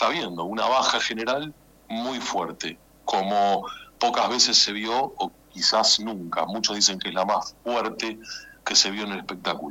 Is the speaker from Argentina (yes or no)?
yes; Villa Martelli, Buenos Aires Province, Argentina; yo soy de Villa Martelli